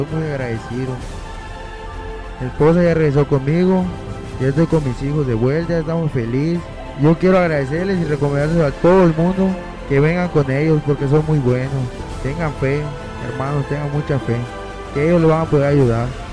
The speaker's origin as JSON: {"language": "Spanish", "town": "Xpujil", "region": "Campeche", "country": "Mexico", "said": "Yo vengo de Ixbujil y vengo a dar mi testimonio."}